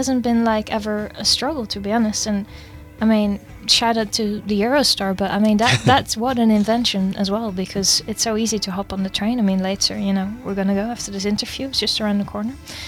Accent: Netherlands; me being Dutch

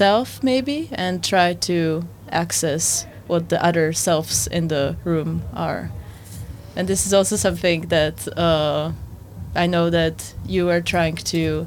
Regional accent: Bratislava, Bratislava Region, Slovakia; moved away as an adult; now in Netherlands; I grew up in Slovakia, born and raised there, in Bratislava.

